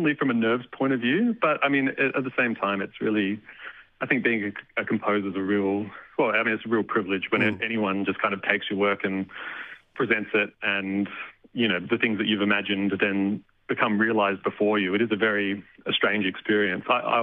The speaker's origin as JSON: {"language": "English", "town": "Aberfoyle Park", "region": "South Australia", "country": "Australia", "tie": "born or raised there", "also_born_or_lived": "Melbourne"}